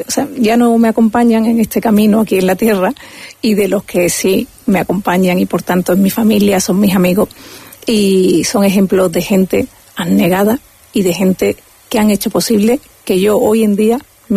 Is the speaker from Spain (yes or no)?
yes; Andalusia, Spain; Bueno, pues para mí es mi tierra, es mi casa y es mi hogar. Y como hogar es también mi sitio donde me refugio. Creo que Andalucía representa muy bien los valores de una tierra que es solidaria